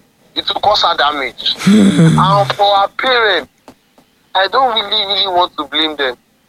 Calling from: Nigeria; as a Nigerian

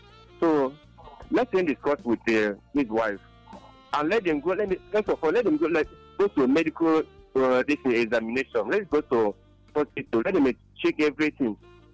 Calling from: Enugu State, Nigeria; I'm calling from Orange, the government of the Enugu State.

